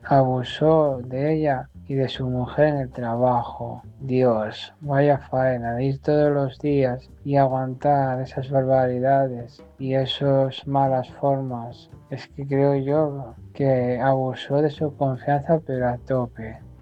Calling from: Asturias, Spain; Hola, buenas noches … desde Asturias.

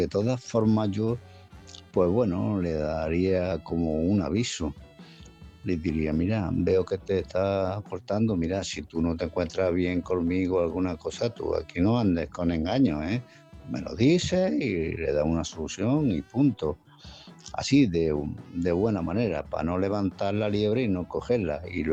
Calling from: Málaga, Andalusia, Spain; de Málaga.

